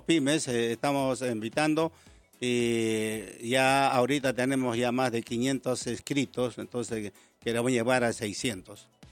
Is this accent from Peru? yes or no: yes; Cusco, Peru; also born or lived in Arequipa; now in Lima, Peru; Yo soy de Cusco, de las alturas de donde está la mina Antapaccay, ¿no? Que es una zona fría, pero me he educado en Arequipa